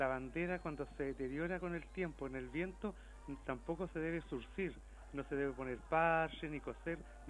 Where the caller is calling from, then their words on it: San Carlos, Ñuble, Chile; De San Carlos